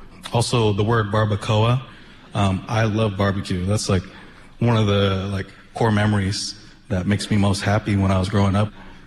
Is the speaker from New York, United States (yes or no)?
no; Renton, Washington, United States; And it's funny, it's like I grew up in Renton, and high school over there, Renton Indians.